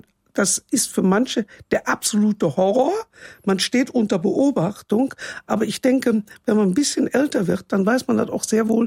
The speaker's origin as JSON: {"language": "German", "region": "North Rhine-Westphalia", "country": "Germany", "tie": "born or raised there", "accent": "Rhenish, Eifel", "said": "ich bin eigentlich nur in der Eifel geboren, dann aber an den Niederrhein gekommen. Ich habe aber durch meine Eltern noch den rheinischen Tonfall, den Eifler Tonfall."}